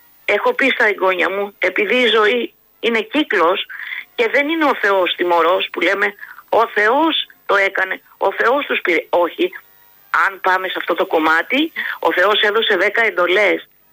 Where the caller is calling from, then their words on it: Greece; Και καλά, είμαστε δίπλα από την Τουρκία.